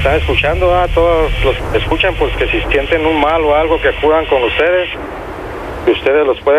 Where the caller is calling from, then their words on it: Tonalá, Jalisco, Mexico; Hablo aquí de la colonia Los Tulipanes.